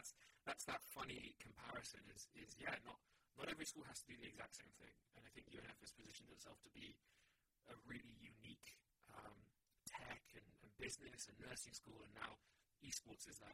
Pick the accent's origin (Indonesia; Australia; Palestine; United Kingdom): United Kingdom; England; accent: English; moved away as an adult; now in Florida, United States; as you can tell by my accent, I'm English. I don't survive down in the South. It's far too humid for me.